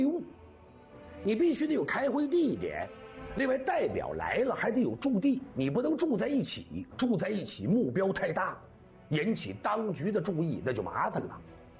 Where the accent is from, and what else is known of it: China